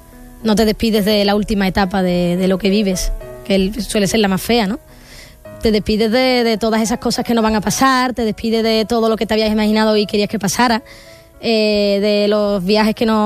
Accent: Jerez, Andalusia, Spain; O sea, volver a Jerez, a mi tierra, al Villa Marta, llenarlo otra vez de nuevo con este trabajo.

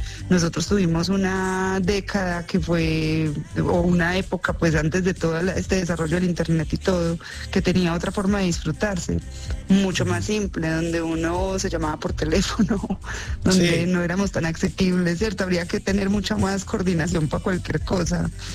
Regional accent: Medellín, Antioquia, Colombia; Ser colombiana, haber nacido en Medellín, haber crecido en los ochentas, pues mi infancia en los ochentas

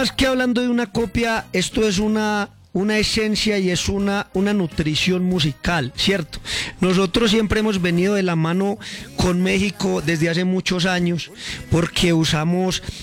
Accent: Colombia

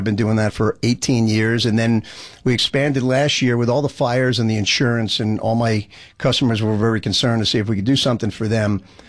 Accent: New Jersey, United States; also born or lived in Brooklyn, New York

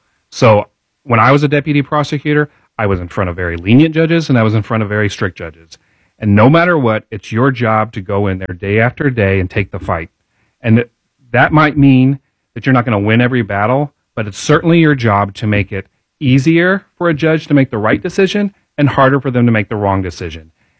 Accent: Indianapolis, Indiana, United States; I grew up in Indy. I love Indianapolis. I'm raising my three kids with my beautiful wife here.

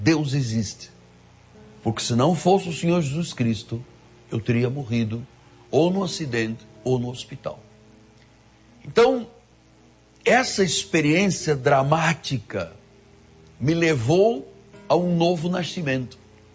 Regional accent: Angola; born there; eu nasci em África, em Angola

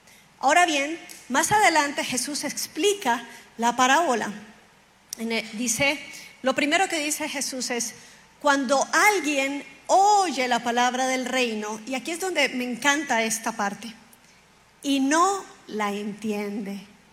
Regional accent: Colombia; uno piensa, como colombiano, uno piensa, quién sabe cuánto le cobraron a esos por la bicicleta

